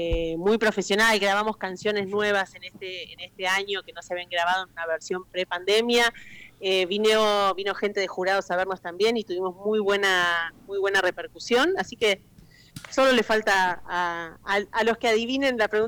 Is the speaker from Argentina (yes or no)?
yes; Argentina; Tenemos mucho para contar nosotros como argentinos